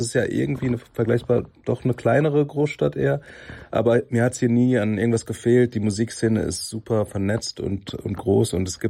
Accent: India; also born or lived in Germany; Also ich bin halt in Deutschland geboren, mein Vater ist aus Indien. Wir sind dann auch nach Indien gezogen und dort gab es halt eben viel Englisch, aber auch Tamil und Hindi.

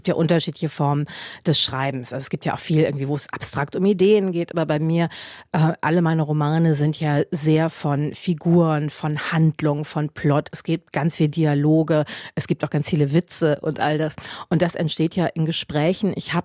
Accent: Germany; Und wenn ich als Deutsche über England schreibe, dann möchte ich es gut recherchiert haben.

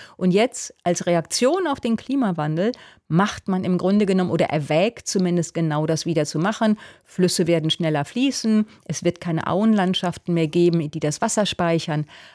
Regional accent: North Rhine-Westphalia, Germany; ich komme aus dem Ruhrgebiet

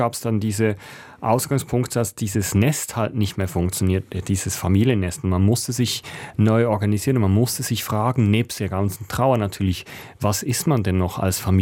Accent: Switzerland; da wo ich aufgewachsen bin, sind 120 Einwohner, da wählen alle die rechte SVP.

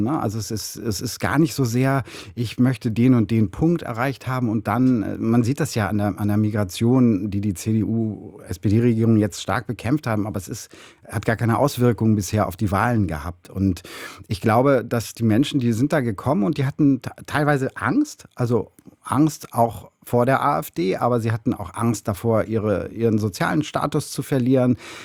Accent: Mecklenburg-Vorpommern, Germany; now in Berlin, Germany; Ach, ich bin sehr verbunden mit Mecklenburg. Das ist meine Heimat und da komme ich her. Meine Eltern leben immer noch in Schwerin.

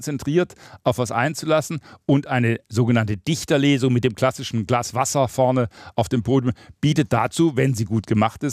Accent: Swabia, Germany; moved away; Ich komme aus Schwaben, bin also von pietistischem Fleiß geprägt.

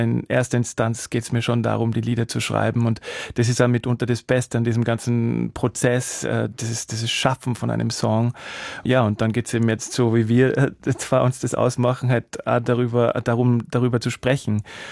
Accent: Salzburg, Austria; Ja, ich meine, ich komme wirklich aus Salzburg und da ist halt der Mozart

